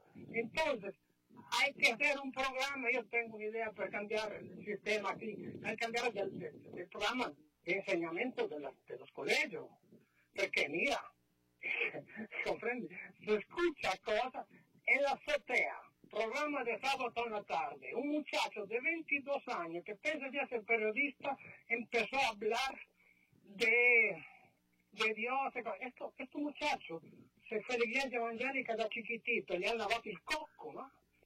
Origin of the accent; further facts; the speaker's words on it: Italy; Spanish is a second language; now in Costa Rica; Mira, yo soy italiano, son 27 años que vivo aquí.